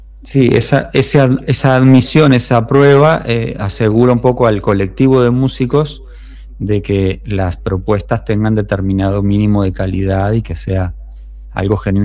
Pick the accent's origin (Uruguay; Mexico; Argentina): Uruguay; accent: Uruguayan; now in Spain; ¿cómo mantienes como mi acento de uruguayo cuando hablo como que no estoy tan contaminado por el español de España?